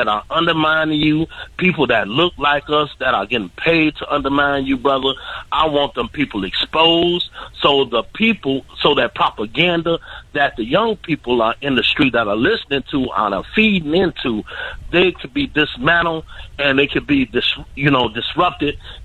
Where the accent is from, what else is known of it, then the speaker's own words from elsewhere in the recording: West Coast, United States; Hey, brother, how you doing? Long time no see. I'm from the West Coast.